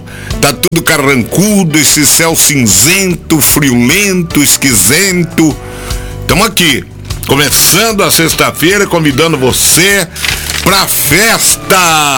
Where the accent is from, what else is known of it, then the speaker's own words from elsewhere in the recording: Piracicaba, São Paulo, Brazil; accent: caipira; Nós somos caipira aqui da região de Caipiracicaba. É verdade. Nós falamos certo, perto, nerso, cerso, porta, né?